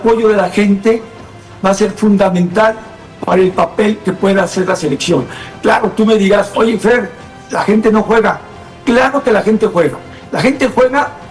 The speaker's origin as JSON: {"language": "Spanish", "country": "Mexico", "also_born_or_lived": "Guadalajara / Mexico City", "said": "nosotros nos tuvimos que ir a México a vivir. Yo de Guadalajara me fui, allá tuve el departamento y todo"}